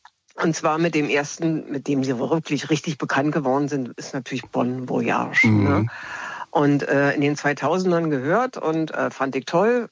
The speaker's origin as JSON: {"language": "German", "region": "Berlin", "country": "Germany", "said": "weil ich bin ursprünglich aus Berlin."}